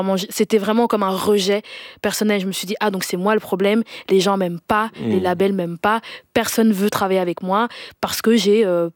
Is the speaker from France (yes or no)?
no; Denderleeuw, Flanders, Belgium; j'ai grandi en Belgique, et puis j'ai grandi dans une petite commune qui s'appelle Denderleu.